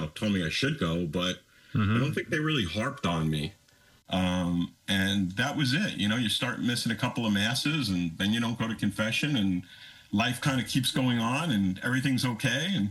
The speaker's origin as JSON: {"language": "English", "region": "New York", "country": "United States", "tie": "born or raised there", "said": "At 15, 16, it sounds crazy now, but back then, growing up in New York, You didn't have photo IDs."}